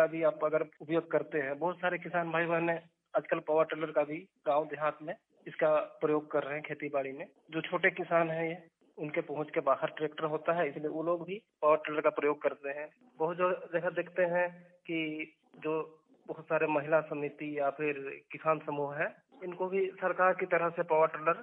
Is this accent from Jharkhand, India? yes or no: yes; Kharsawan, Jharkhand, India; और मैं खरसवा का रहने वाला हूँ